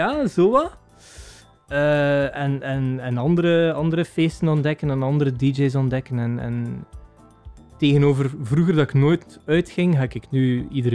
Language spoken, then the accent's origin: Dutch; Waregem, Flanders, Belgium; Maar nee, maar dus, ik ben ook van Waregem. En in Waregem, er is niet echt muziek dat mij aanstond.